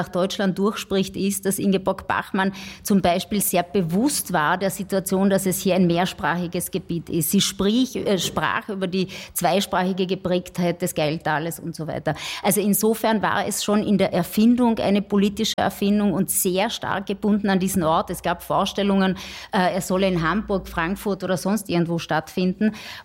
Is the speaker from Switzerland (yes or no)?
no; Ludmannsdorf, Carinthia, Austria; Und ich komme nicht aus Klagenfurt, sondern wirklich aus der Kärntner Provinz, eben aus meinem Dorf Ludmannsdorf